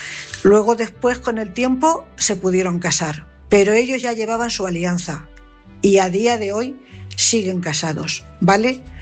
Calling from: Cuenca, Castilla-La Mancha, Spain; corresponsal de Cuenca.

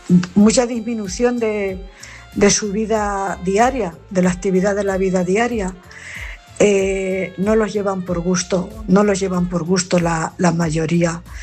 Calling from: Cuenca, Castilla-La Mancha, Spain; corresponsal de Cuenca.

